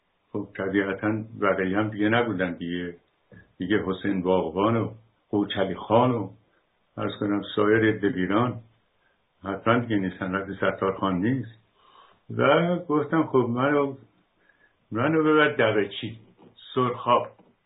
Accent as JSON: {"language": "Persian", "country": "Iran", "said": "به عنوان یک ایرانی"}